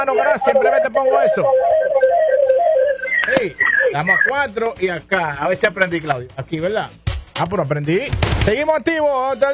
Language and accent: Spanish; Bonao, Monseñor Nouel, Dominican Republic; now in Puerto Rico; yo soy de ahí, de Bonao, donde